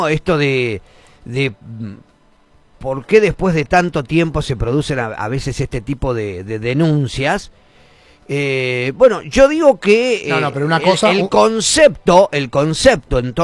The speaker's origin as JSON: {"language": "Spanish", "country": "Argentina", "said": "Yo soy argentino, Facu, no tengo memoria."}